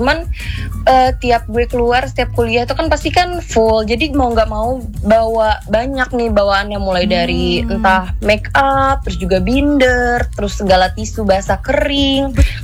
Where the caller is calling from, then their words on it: Bandar Lampung, Lampung, Indonesia; Aku dari Bandar Lampung sih, di Jagabaya nih aku.